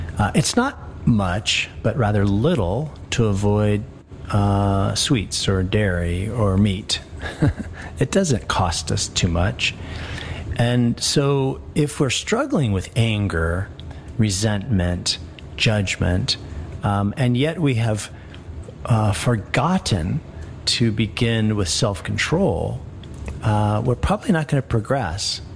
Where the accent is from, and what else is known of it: Colorado, United States; born or raised there